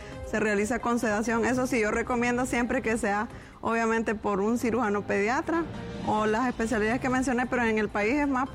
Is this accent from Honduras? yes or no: yes; Honduras